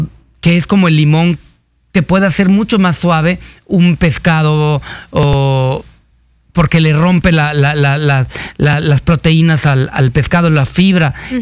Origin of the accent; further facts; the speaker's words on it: Yucatán, Mexico; como los yucatecos tenemos en mente cuando en muchas épocas teníamos muy mala carne